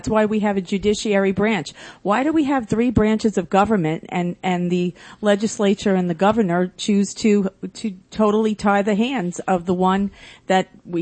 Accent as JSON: {"language": "English", "town": "Lynbrook", "region": "New York", "country": "United States", "tie": "born or raised there", "lives_now": "Rockville Centre, United States", "said": "I grew up in Lynbrook, where we had village police."}